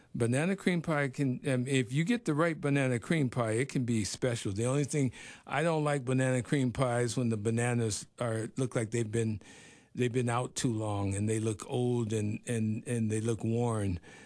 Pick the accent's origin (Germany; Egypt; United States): United States; Birmingham, Alabama; born there; No, but I was born in Birmingham, Alabama.